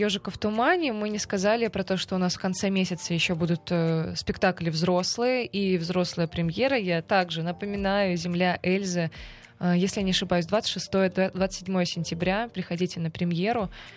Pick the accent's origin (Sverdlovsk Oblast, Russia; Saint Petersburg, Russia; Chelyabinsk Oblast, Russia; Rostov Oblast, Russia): Chelyabinsk Oblast, Russia; Magnitogorsk; Я в тот момент переезжала в Якутию. И мой путь начинался с моего родного города Магнитогорска, Челябинская область.